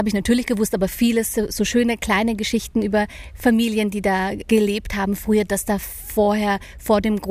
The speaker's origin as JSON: {"language": "German", "region": "Vienna", "country": "Austria", "tie": "born or raised there", "said": "Ich bin ursprünglich aus Wien, ich bin hier aufgewachsen"}